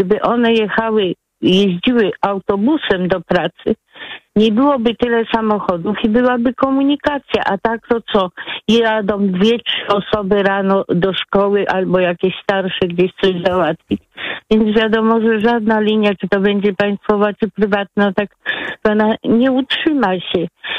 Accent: Radom, Masovian Voivodeship, Poland; No ja jestem spod Radomia, niedaleko Radomia.

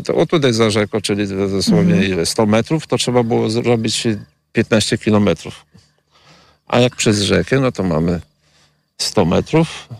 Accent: Wizna, Podlaskie Voivodeship, Poland; Tak, jestem z Wizny i tutaj jestem rolnikiem.

